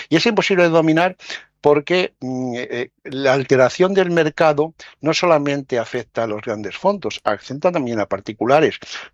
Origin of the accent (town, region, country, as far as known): Spain